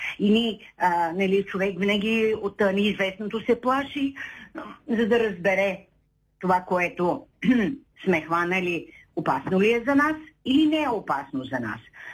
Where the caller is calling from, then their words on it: Shumen, Shumen Province, Bulgaria; съм от Шумен.